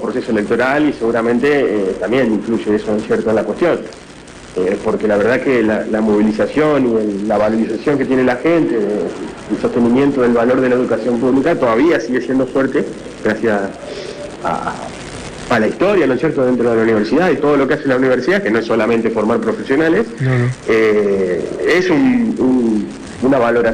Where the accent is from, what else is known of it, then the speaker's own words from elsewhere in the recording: Argentina; Somos una montaña rusa, básicamente, Argentina, ¿no?